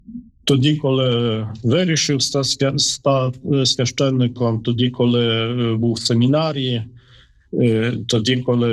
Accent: Katowice, Silesian Voivodeship, Poland; moved away; Я з Катовіць. Катовіця – це моє рідне місто.

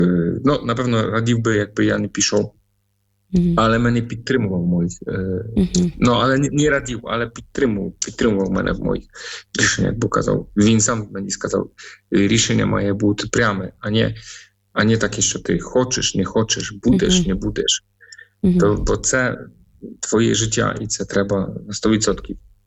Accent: Poland; Ukrainian is a second language; moved away; Так, в мене польське ім'я, тому що я з Польщі.

